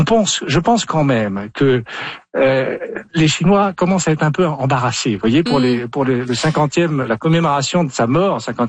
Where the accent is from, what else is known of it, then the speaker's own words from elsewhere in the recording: France; now in Paris, France; moi je suis à Paris là, donc je suis français.